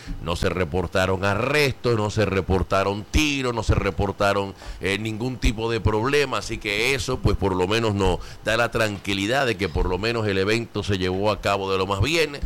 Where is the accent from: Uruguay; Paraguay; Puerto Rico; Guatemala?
Puerto Rico; es porque somos boricua